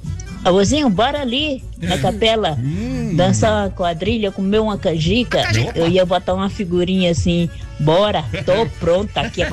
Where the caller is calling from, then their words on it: Federal District, Brazil; do Riacho Fundo 2.